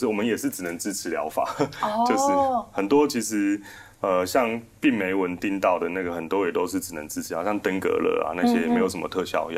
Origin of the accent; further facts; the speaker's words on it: Taiwan; 我们台湾人